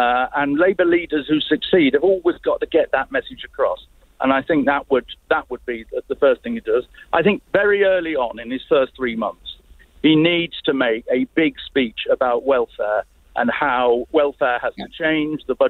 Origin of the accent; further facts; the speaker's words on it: Manchester, North West England, United Kingdom; I'm speaking as a Mancunian.